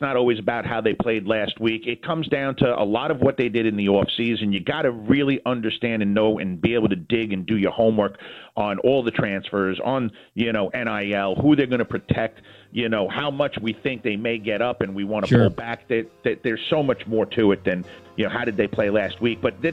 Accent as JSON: {"language": "English", "region": "New York", "country": "United States", "said": "And before we get started, if I can, as a New Yorker"}